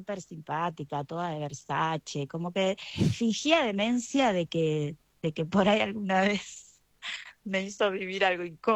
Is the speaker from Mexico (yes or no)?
no; Argentina